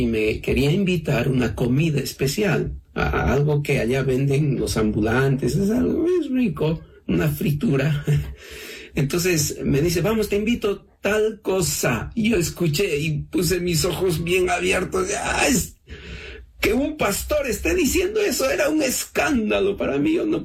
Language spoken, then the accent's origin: Spanish; Cusco, Peru; moved away; Yo soy de Cusco